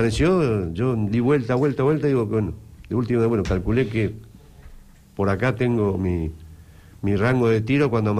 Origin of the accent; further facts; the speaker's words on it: Argentina; Claro, somos los argentinos, hay que meternos adentro del plato, sí, somos exitistas.